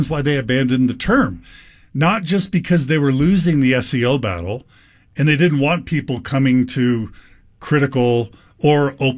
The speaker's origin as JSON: {"language": "English", "region": "Texas", "country": "United States", "tie": "born or raised there", "said": "I grew up in Texas where Mormons were viewed as a cult."}